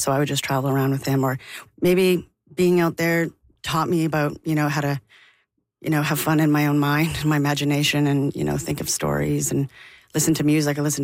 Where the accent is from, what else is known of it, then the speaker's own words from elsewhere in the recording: Calgary, Alberta, Canada; also born or lived in Jasper; And I grew up half in Jasper and then on a farm or a ranch outside of Calgary for most of my life.